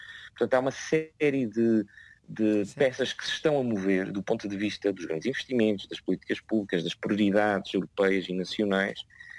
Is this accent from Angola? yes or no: no; Azores, Portugal; moved away; eu sou originalmente dos Açores